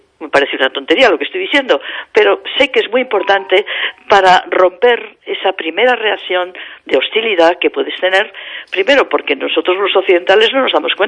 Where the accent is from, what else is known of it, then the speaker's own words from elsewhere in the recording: Spain; lo que yo esperaría como española